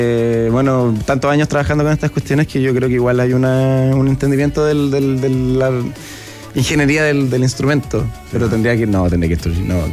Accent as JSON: {"language": "Spanish", "town": "Concepción", "region": "Biobío", "country": "Chile", "moved": "yes", "lives_now": "Santiago, Chile", "said": "Yo soy penquista, sí."}